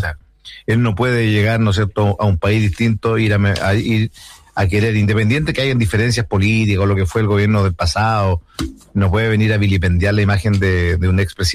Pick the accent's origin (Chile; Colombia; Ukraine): Chile; Puerto Montt, Los Lagos; estudié la, me crié en la escuela, en la Villa Marina, en Puerto Montt, estudié en la escuela 2, después estudié en el San Javier.